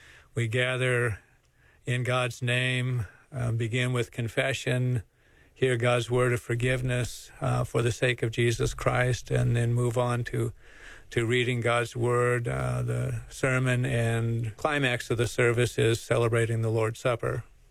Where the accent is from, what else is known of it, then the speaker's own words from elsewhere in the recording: Nebraska, United States; now in Johnson City, United States; I came here from Nebraska, where you couldn't throw a rock without hitting a Lutheran